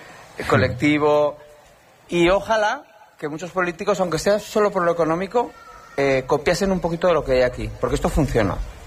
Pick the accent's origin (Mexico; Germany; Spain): Spain; Pamplona, Navarre; now in Maspalomas, Spain; Yo soy de Pamplona.